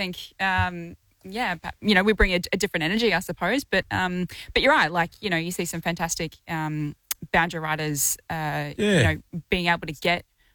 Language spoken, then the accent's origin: English; Brisbane, Queensland, Australia; growing up in Brisbane, we didn't go to AFL matches very often